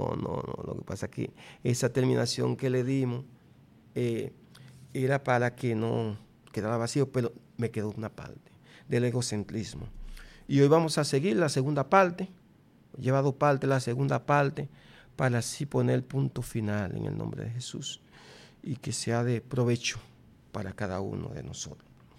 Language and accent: Spanish; Baní, Peravia, Dominican Republic; somos de Banilejo